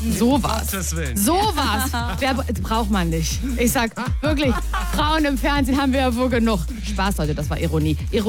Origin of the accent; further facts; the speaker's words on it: Mecklenburg-Vorpommern, Germany; moved away; Ich bin von ganz weit weg. Ich komme eigentlich aus Mecklenburg-Vorpommern. Das ist ein Bundesland, mit dem habt ihr wahrscheinlich wirklich überhaupt nichts am Hut.